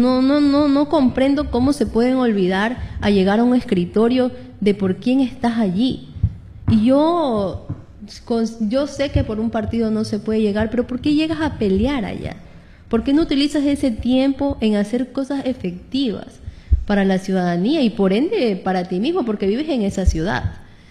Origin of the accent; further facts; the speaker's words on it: Calceta, Manabí, Ecuador; now in Manta, Ecuador; tengo 27 años viviendo aquí en Manta, pero yo soy de Calceta.